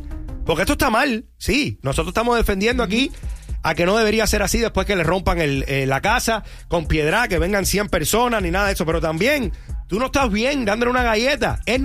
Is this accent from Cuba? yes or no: yes; Cuba; moved away